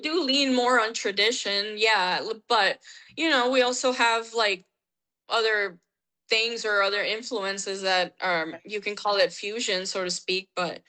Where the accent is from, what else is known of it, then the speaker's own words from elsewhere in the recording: Texas, United States; born and raised in Texas, and you know, it's home to you.